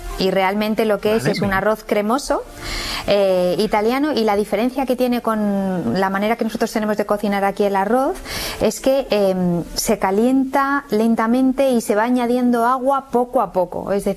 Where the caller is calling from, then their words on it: A Coruña, Galicia, Spain; En Coruña, estoy en Coruña.